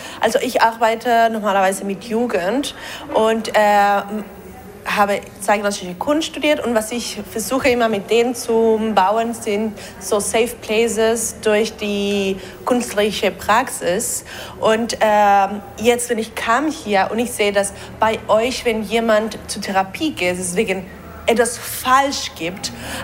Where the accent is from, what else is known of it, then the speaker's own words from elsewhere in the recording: Mexico; German is a second language; moved away as an adult; now in Germany; Also ich komme aus Mexiko